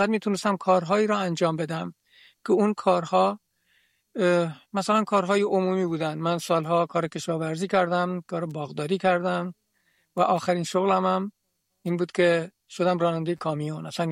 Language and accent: Persian; Kermanshah, Iran; در شهرستان کرمانشاه به دنیا آمدم، در همونجا درس خواندم، دیپلمم رو در همون شهر گرفتم.